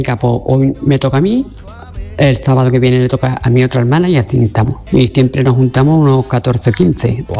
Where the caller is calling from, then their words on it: Ronda, Andalusia, Spain; de Ronda.